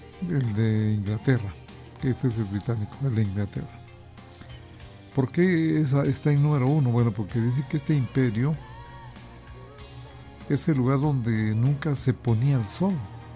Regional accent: San Marcos, Guatemala; nosotros, los tejutlecos, los de Comitancillo, los de San Lorenzo, los de San Marcos, los de Guatemala, nosotros tenemos la mancha mongólica.

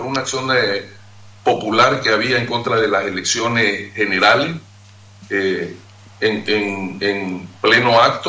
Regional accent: Trinidad, Beni, Bolivia; yo soy trinitario, soy veniano

